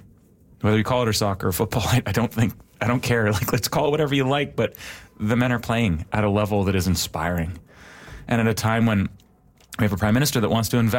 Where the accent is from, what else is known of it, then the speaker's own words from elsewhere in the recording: Oakville, Ontario, Canada; When I was a kid growing up in Oakville, Ontario, I played, very, very low level, like house league soccer.